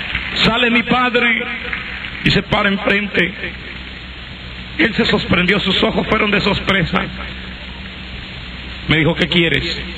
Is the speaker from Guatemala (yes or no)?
yes; Guatemala; born there; Fui a mi pueblo a ver a mi padre.